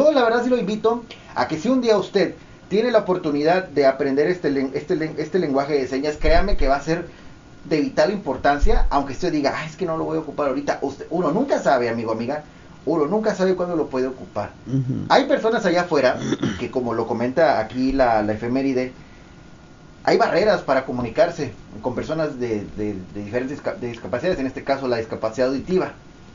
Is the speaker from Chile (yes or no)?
no; Chihuahua, Mexico; born there; yo que estaba, un saludo en la escuela Club Rotario, matutina, allá en el 13 y 14 de no, 15 y 14 de Chihuahua